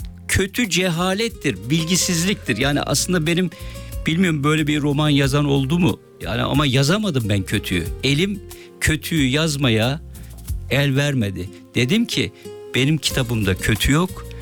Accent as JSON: {"language": "Turkish", "region": "Aegean Region", "country": "Turkey", "said": "İşte Ege'ye götürdüm çünkü ben de Ege'liyim."}